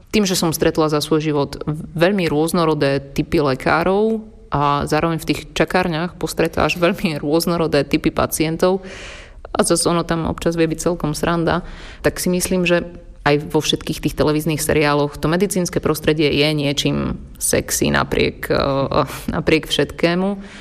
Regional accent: Martin, Žilina Region, Slovakia; moved away; ja som Martinčanka a študovala som na gymnáziu Viliama Pavliniho Tóta

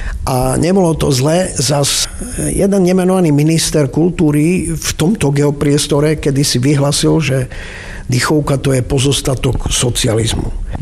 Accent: Zemplín, Slovakia; now in Levoča, Slovakia; No ale nie som Levočan, ale som tu 40. rok. Títo spíšaci, lebo ja som Zemplínčan, tak títo spíšaci ma už prijali medzi seba.

